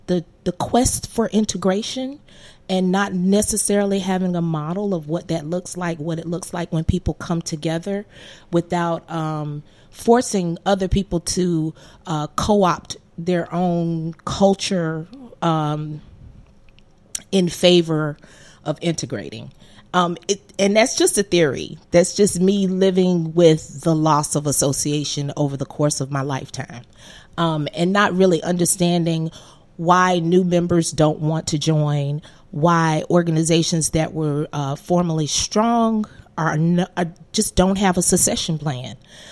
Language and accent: English; Florida, United States; now in Arkansas, United States; I am an immigrant from Florida.